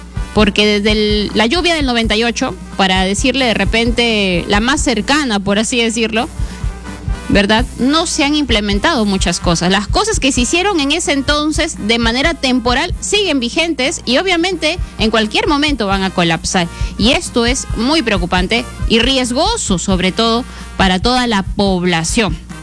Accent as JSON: {"language": "Spanish", "region": "Lambayeque", "country": "Peru", "said": "Nosotros, como lambayecanos, necesitamos de la seguridad que nos puede ofrecer la policía."}